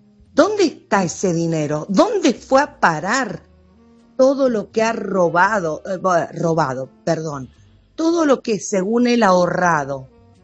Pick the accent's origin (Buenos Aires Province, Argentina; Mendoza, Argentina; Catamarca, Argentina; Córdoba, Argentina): Mendoza, Argentina; Como argentina te lo digo, ¿eh? Como argentina, no, no como mendocina, como argentina.